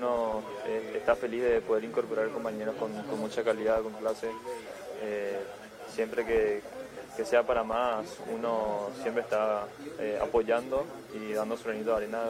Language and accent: Spanish; Paraguay; moved away; Sí, feliz, contento de estar acá, de estar en mi país con mis compañeros.